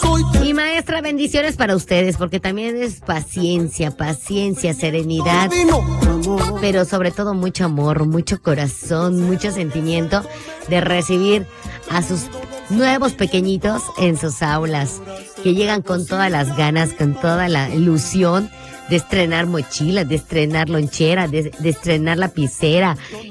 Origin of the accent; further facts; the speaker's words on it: Yucatán, Mexico; como buenas mamás mexicanas y sobre todo yucatecas